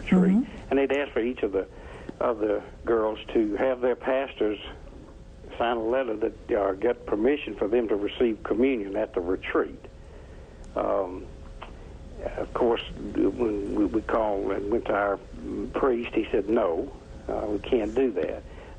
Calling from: Atlanta, Georgia, United States; Atlanta, Georgia.

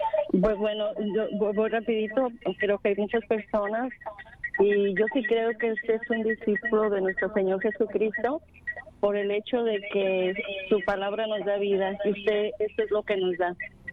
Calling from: Mexico; como yo que soy de México

